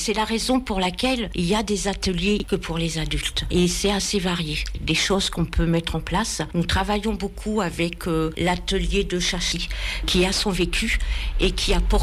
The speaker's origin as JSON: {"language": "French", "town": "Arras", "region": "Hauts-de-France", "country": "France", "also_born_or_lived": "Poitiers", "moved": "as an adult", "said": "Dans mon parcours, je suis partie 20 ans vivre sur Poitiers. Mais ma région, Arras, ma ville, mon beffroi"}